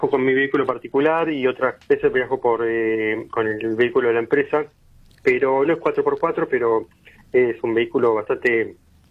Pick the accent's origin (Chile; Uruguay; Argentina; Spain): Argentina; Quilmes, Buenos Aires Province; Así que bueno, en el año 2010 empecé a viajar por pueblos cercanos a mi casa. Yo soy de Quilmes